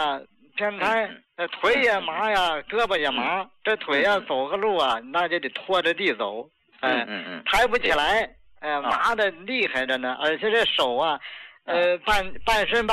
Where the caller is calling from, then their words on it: Tianjin, China; 哎，张老师你好，我是天津的。